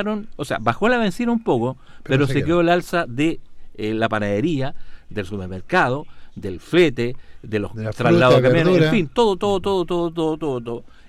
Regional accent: Chile

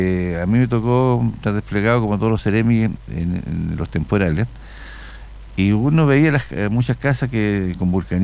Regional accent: Coihueco, Ñuble, Chile; born there; also born or lived in Chillán; Como niño vine a desfilar de la Escuela Superior de Hombres número 23 de Coihueco

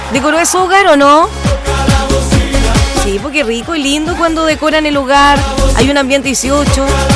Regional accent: Chile; Si somos chilenos.

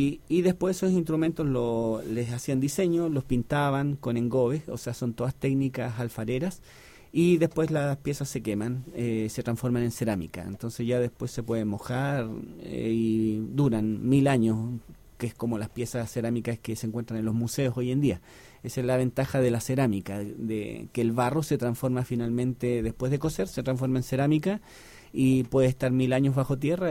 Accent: Santiago, Santiago Metropolitan Region, Chile; born there; moved away as an adult; also born or lived in Cusco, Peru / Panguipulli, Chile; now in Yungay, Chile; Yo nací en Santiago, pero el año 2000 ya me fui de Santiago y empecé a recorrer Chile y otros países. Viví en Cusco, también en Perú.

